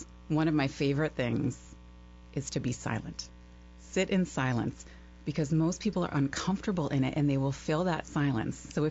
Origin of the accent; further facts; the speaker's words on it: Stamford, Connecticut, United States; My mom still lives in the house I grew up in Stamford, Connecticut. And I went to school next door in New Canaan until I was in eighth grade.